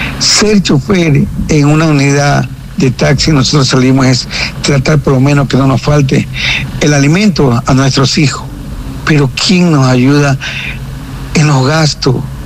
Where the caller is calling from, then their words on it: Santa Elena, Ecuador; En toda nuestra provincia, Santa Elena